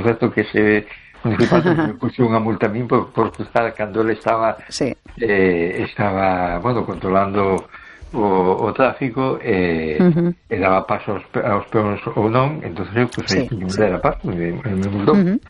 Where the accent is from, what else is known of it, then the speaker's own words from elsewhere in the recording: A Coruña, Galicia, Spain; Boa noite … … de Coruña.